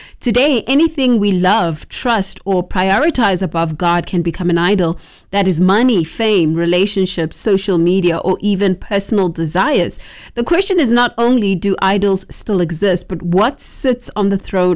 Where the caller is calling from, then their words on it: Blantyre, Southern Region, Malawi; And I'm joining you from Blantyre in Malawi. Shout outs to my family, friends, and all the Worship Connection followers.